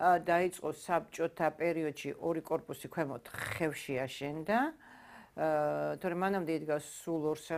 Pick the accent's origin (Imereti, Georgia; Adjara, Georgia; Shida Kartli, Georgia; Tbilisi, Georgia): Tbilisi, Georgia; დაიბადე თბილისში. ვაკეში დაიბადე. დღემდე ვცხოვრობ იმავე ქუჩაზე, ყოთ იმავე სახლში არ ვცხოვრობ.